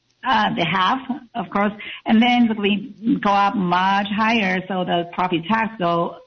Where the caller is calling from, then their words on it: Capitola, California, United States; from Capitola.